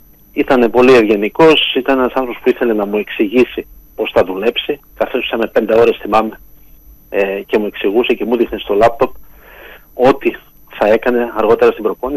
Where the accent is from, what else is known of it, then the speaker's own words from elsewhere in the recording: Greece; born there; now in Veria, Greece; έχει 2 χρόνια που είμαι, που έχω μετακομίσει στην πατρίδα μου